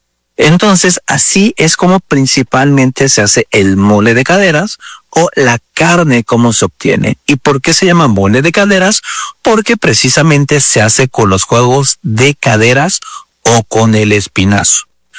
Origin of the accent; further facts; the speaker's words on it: Mexico City, Mexico; moved away; yo soy o era de la Ciudad de México